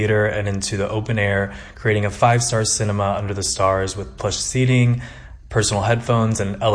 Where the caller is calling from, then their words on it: Miami, Florida, United States; I'm calling from Miami, Florida